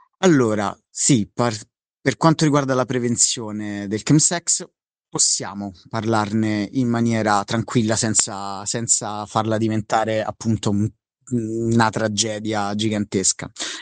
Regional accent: Rome, Lazio, Italy; mi chiamo … ho 33 anni e vengo da Roma.

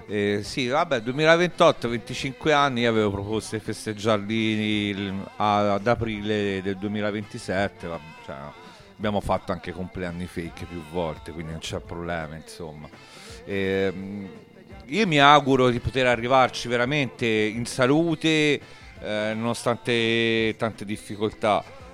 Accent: Tuscany, Italy; now in Rome, Italy; Io da toscano ho provato a portare questa esperienza.

